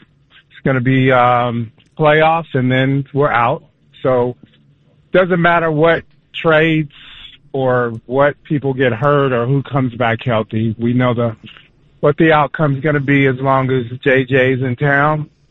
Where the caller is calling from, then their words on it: Memphis, Tennessee, United States; I'm from Memphis, so we had to choose which team we were going to be, Steelers or Cowboys. So I chose Cowboys, and my family's from Texas.